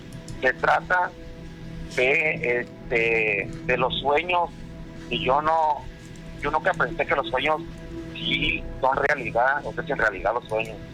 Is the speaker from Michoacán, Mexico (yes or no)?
yes; Tacámbaro, Michoacán, Mexico; now in Anaheim, United States; soy originario de Michoacán, de allá de del lado de Tacámbaro, Michoacán.